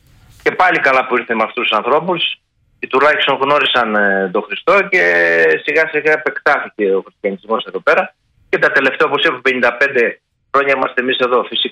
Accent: Kavala, Eastern Macedonia and Thrace, Greece; moved away as an adult; Η καταγωγή μου είναι από την Ανατολική Μακεδονία, από την Καβάλα συγκεκριμένα. Γεννήθηκα στην Καβάλα και έγινα μοναχός, χειροτονήθηκα, ιερέας.

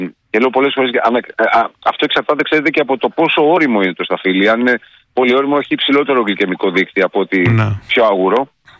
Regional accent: Greece; η πατρίδα μας, η Ελλάδα

